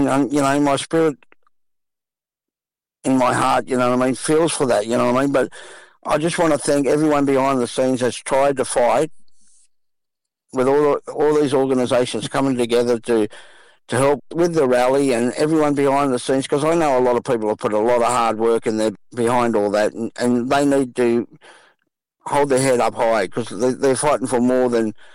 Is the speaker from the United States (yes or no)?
no; Sydney, New South Wales, Australia; born there; also born or lived in Wiradjuri country; We grew up in South Sydney, mm. Redfern All Blacks we played for